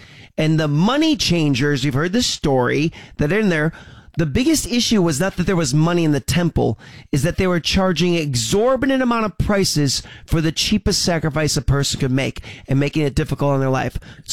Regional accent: United States; as an American

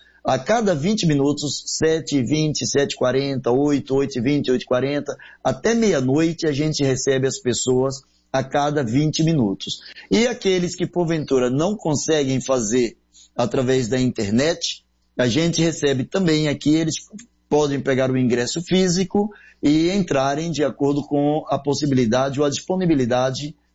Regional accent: Aracaju, Sergipe, Brazil; now in Rio de Janeiro, Brazil; De nascença eu sou sergipano, eu sou de Aracaju, mas já moro aqui no Rio de Janeiro há 30, 35 anos.

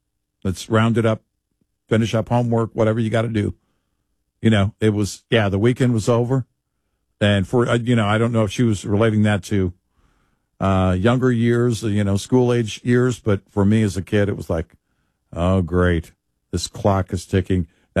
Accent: Texas, United States; Growing up, I was going to say, growing up in Texas, I knew summer was over when Christmas music started, you know?

